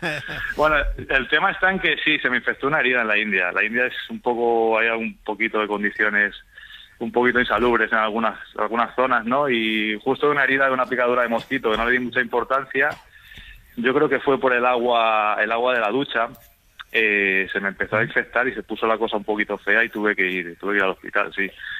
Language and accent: Spanish; Zamora, Castile and León, Spain; now in Barcelona, Spain; Yo soy de Zamora, pero vivo en Barcelona. Llevo 13 años ya viviendo en Barcelona.